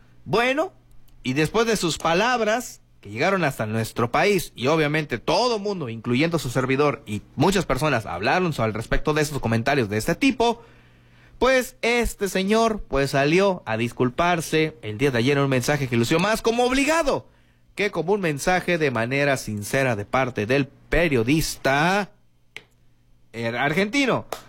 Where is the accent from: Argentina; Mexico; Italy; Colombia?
Mexico; los mexicanos, o sea, nosotros